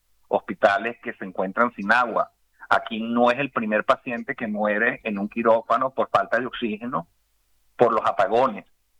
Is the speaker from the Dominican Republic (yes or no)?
no; Venezuela; now in Spain; Nosotros como tantos venezolanos